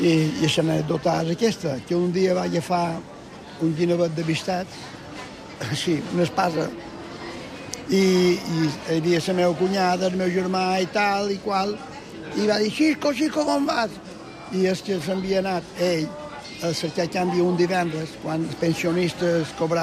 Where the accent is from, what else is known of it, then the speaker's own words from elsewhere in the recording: Palma, Balearic Islands, Spain; ma mare pelava peus i jo estava a 50 metres de la nave de xocs, de l'escorxador de Palma.